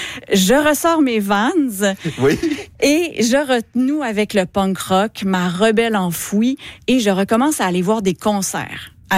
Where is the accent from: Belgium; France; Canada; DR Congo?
Canada; Quebec; accent: Quebec; mon accent de Québec me permet encore difficilement de prononcer à ce jour